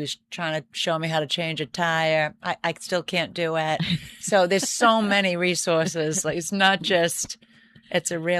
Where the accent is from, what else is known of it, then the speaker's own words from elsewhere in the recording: Tyngsborough, Massachusetts, United States; But we try to get to try on Wednesdays in my hometown in Tingsboro.